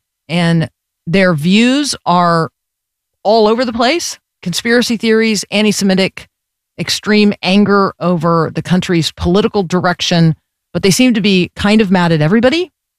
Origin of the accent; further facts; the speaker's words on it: Tampa, Florida, United States; the University of Central Florida, and I grew up in Tampa